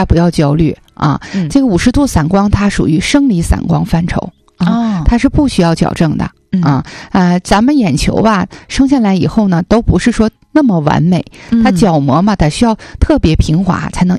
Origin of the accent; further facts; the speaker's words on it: Northeast China, China; 咱们东北这边还挺愿意吃这个辛辣的食物的